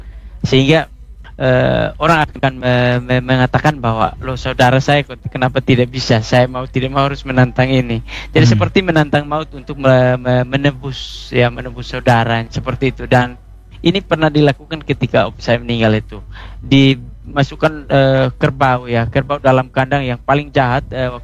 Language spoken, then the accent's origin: Indonesian; East Nusa Tenggara, Indonesia; istilah orang-orang kami orang Atoni itu bilang klis.